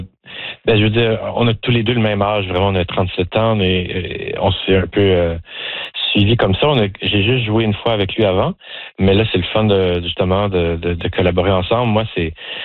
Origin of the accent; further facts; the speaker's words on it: Joliette, Quebec, Canada; Moi, j'ai grandi à Joliette, au Québec, petite ville francophone à une heure de Montréal.